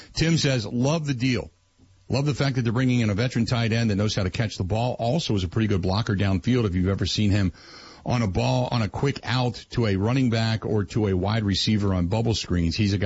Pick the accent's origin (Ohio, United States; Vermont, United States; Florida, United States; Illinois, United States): Ohio, United States; Cincinnati; moved away; I grew up in Hamilton County, which is Cincinnati, basically.